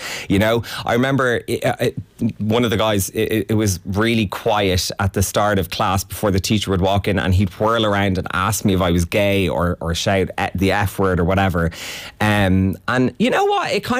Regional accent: Dublin, Leinster, Ireland; So I'm from Churchtown, and our local shopping centre is Nutgrove.

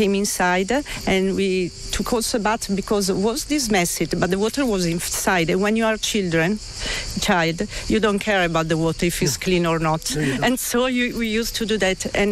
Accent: Sirmione, Lombardy, Italy; English is a second language; Because I grew up in Sirmione. I came from a local family. We used to have an hotel in Sirmione.

